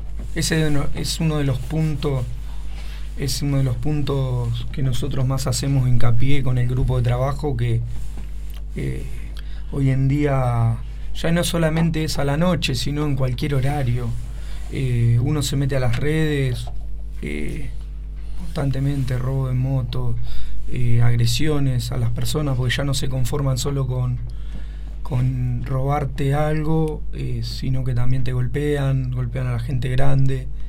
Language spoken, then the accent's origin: Spanish; General Rodríguez, Buenos Aires Province, Argentina; uno sea de acá, de Rodríguez, nacido y criado en Rodríguez